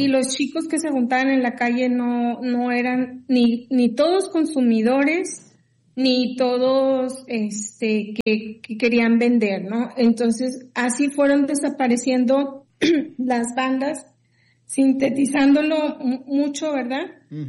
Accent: San Nicolás de los Garza, Nuevo León, Mexico; Mi familia, pues crecimos en San Nicolás, okay. Después nos cambiamos por el Poniente

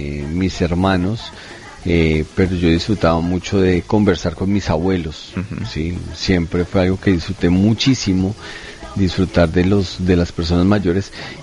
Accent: Colombia; Además estuve por allá, como decimos en Colombia, de pataperro me fui al partido de Colombia a México.

